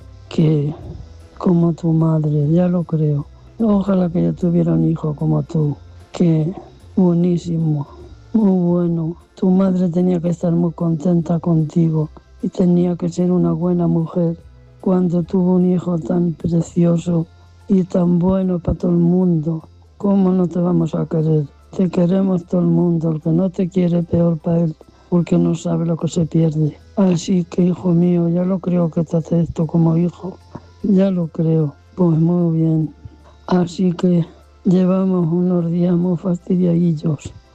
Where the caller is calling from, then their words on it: Torre de Juan Abad, Castilla-La Mancha, Spain; aquí de Torre de Juan Abad.